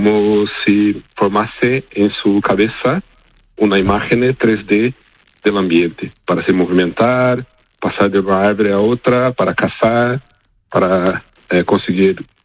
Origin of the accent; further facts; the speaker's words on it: Brazil; Spanish is a second language; Yo estaba en máster en Brasil, yo soy brasileño.